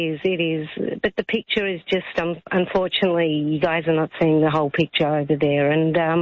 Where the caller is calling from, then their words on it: Tel Aviv, Tel Aviv District, Israel; Yes, I'm actually calling from Tel Aviv in Israel